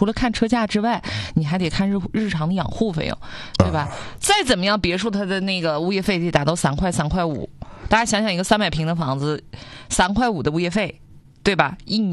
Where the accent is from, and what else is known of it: China